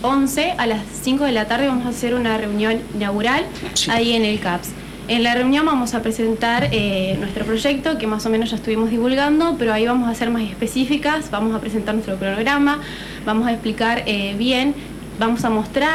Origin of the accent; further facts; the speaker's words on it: Entre Ríos, Argentina; yo soy de Asenken, Entre Ríos.